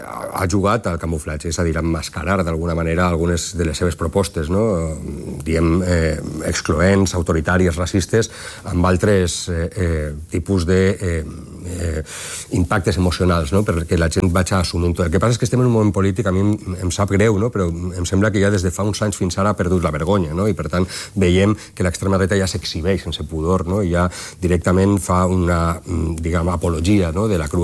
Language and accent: Catalan; Valencian Community, Spain; I com a valencià, doncs, amb el tema de la Dana